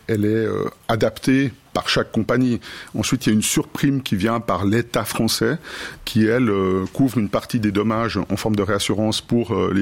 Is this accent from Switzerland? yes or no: yes; Romandy, Switzerland; parce qu'on est romand